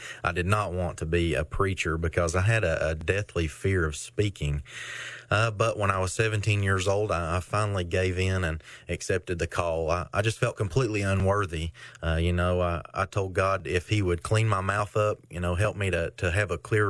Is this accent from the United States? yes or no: yes; McPheeters Bend, United States; I grew up right there in the McPheeters Bend community.